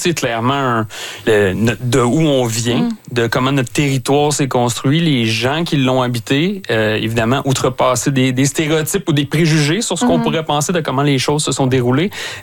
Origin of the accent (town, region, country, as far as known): Pointe-aux-Trembles, Quebec, Canada; born or raised there